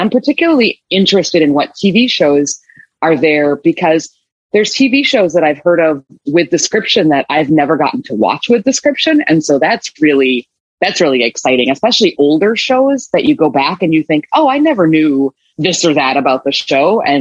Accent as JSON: {"language": "English", "region": "Wisconsin", "country": "United States", "tie": "born or raised there", "moved": "yes", "said": "I went to my hometown in Wisconsin, and there was no audio description. It's a small town."}